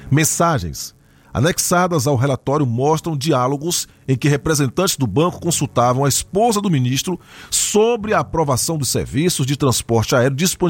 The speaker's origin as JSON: {"language": "Portuguese", "country": "Brazil", "said": "nós somos brasileiros"}